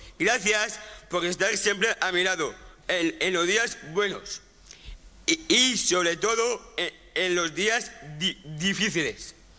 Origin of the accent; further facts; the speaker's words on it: Extremadura, Spain; Nacer y crecer aquí nos enseña el valor de la humildad y del trabajo constante. Por eso llevo el nombre de Extremadura por todo el mundo con la cabeza bien alta.